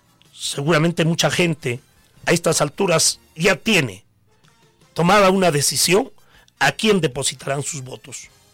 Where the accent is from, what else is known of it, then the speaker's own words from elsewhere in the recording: Coracora, Ayacucho, Peru; Somos coracoreños, parinacochanos, nos conocemos